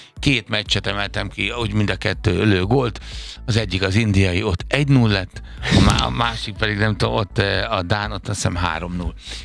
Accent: Budapest, Hungary; én zuglói vagyok

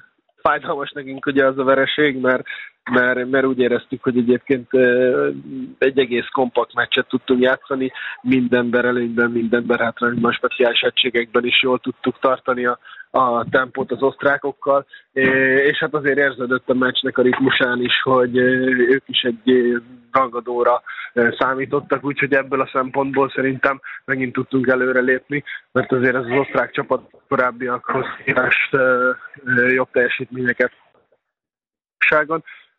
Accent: Hungary; magyarként ezt meg tudjuk élni.

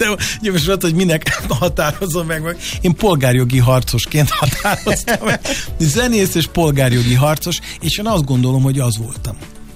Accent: Hungary; akkor én ott képviseltem Magyarországot is. Mert úgy mondták be, hogy a gitáros … from Hungary.

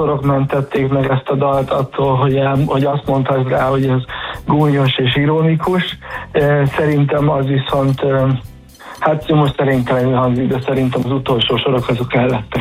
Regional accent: Hungary; elkezdtem büszke lenni arra, hogy magyar vagyok

